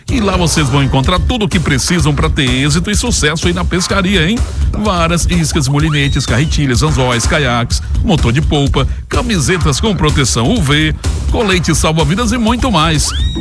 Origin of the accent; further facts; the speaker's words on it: Timon, Maranhão, Brazil; now in Palmas, Brazil; Diamond City é minha cidade natal, Timon do Maranhão